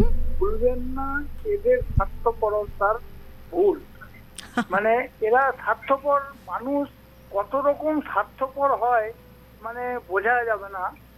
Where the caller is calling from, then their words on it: Budbud, West Bengal, India; আমি পশ্চিমবঙ্গের পূর্ব বর্ধমান জেলার বুধবুদ থেকে … দিদি ভাই।